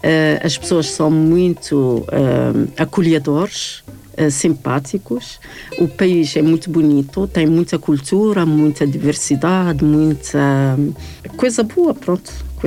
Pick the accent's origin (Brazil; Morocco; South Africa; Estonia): Morocco; Berkane, Oriental; Portuguese is a second language; moved away as an adult; also born or lived in central Morocco / Rabat; now in Portugal; Mas cresci na Berkane, numa cidade que faz fronteira com a Argélia, onde que eu estudei, onde que eu cresci com os meus pais.